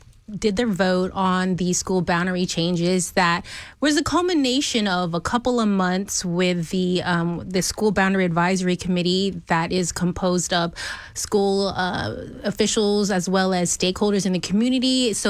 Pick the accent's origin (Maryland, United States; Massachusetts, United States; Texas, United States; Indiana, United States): Texas, United States; Yeah, so I grew up in Fort Bend County, went to a Fort Bend school district